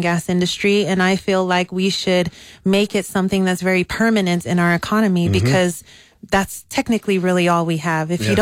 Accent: United States

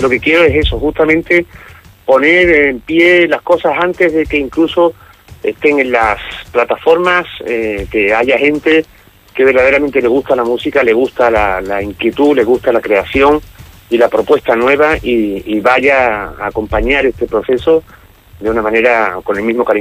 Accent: Huelva, Andalusia, Spain; toda la gente de Huelva que tanto quiero, que es mi tierra

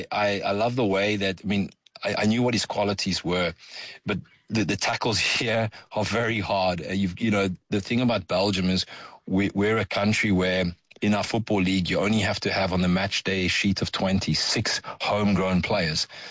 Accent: South Africa; You know, obviously I grew up in South Africa. I was around it a lot.

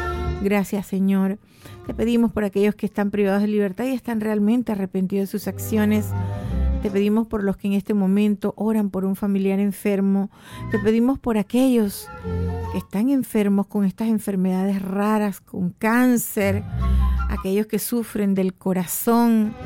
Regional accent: Monagrillo, Herrera, Panama; born there; las patronales de mi pueblo, hermoso, mi pueblito, mi tierrita hermosa, Monagrillo

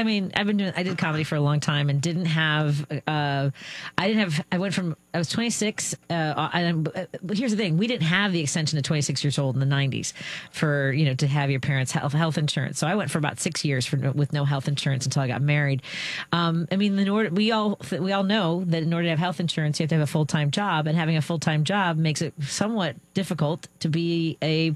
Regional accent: Chicago, Illinois, United States; I grew up in Norwood.

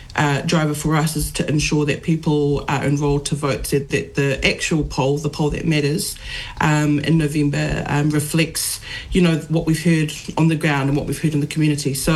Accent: Wellington, New Zealand; I was born and raised in Wellington. My parents both migrated here to New Zealand. My dad from Samoa, from the villages of Apia and Whareula, and my mum from the villages of Motulau in New Weir.

